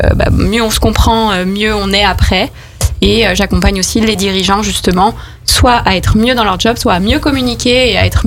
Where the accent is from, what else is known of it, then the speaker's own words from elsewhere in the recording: Chambéry, Auvergne-Rhône-Alpes, France; also born or lived in Annecy / Aix-les-Bains; Je suis une Savoyarde. Je suis née à Chambéry, j'ai fait mes études à Chambéry. J'ai travaillé toute ma vie à Chambéry quasiment. Je me suis un petit peu expatriée jusqu'à Annecy parfois. J'ai vécu un petit peu à Aix-les-Bains